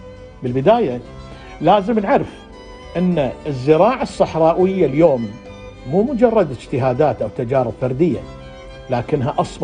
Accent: Kuwait; وعندنا في الكويت

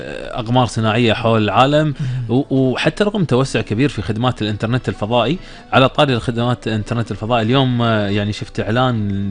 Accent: Kuwait; احنا عندنا في الكويت

